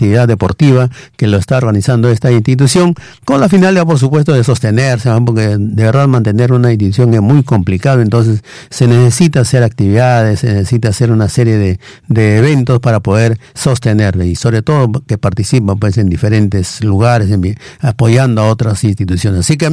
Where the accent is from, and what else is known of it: Tauca, Ancash, Peru